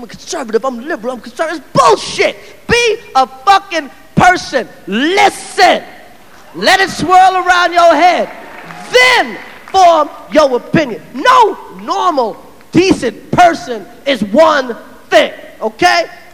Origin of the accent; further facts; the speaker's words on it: Brooklyn, New York, United States; I ain't scared of Al-Qaeda. I'm from Brooklyn.